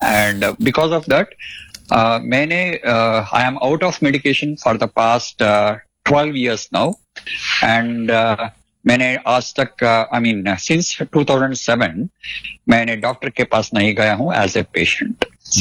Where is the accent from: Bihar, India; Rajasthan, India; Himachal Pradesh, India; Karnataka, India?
Karnataka, India; Bangalore; first language Telugu; Hindi is a second language; मैं बैंगलोर से हूँ। I was born and brought up in Bangalore and I M A Karnataka by birth, even though मेरा mother tongue Telugu है।